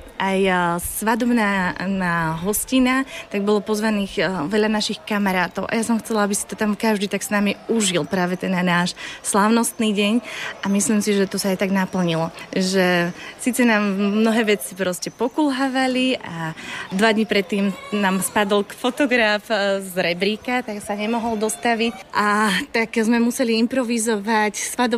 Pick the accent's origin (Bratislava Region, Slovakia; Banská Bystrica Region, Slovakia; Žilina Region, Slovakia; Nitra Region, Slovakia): Žilina Region, Slovakia; Konská; Našim domovom vlastne bol môj internát, domácnosť vo Varíne, domácnosť v Konskej, odkiaľ pochádzam.